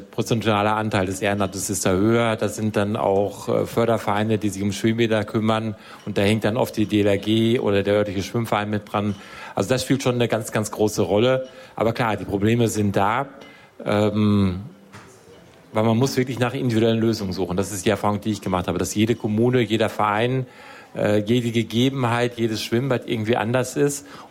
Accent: Delbrück, North Rhine-Westphalia, Germany; Delbrück, Kreis Paderborn.

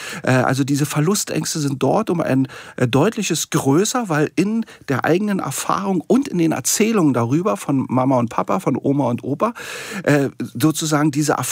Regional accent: East Germany, Germany; ich kann mich noch sehr gut an meine Kindheit, Jugend und dann vor allen Dingen mein frühes Erwachsenenleben in der DDR erinnern.

